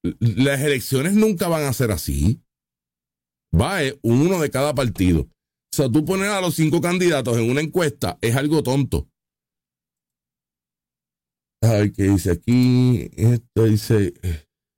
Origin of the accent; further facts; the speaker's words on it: Puerto Rico; Yo soy boricua. Boricua soy.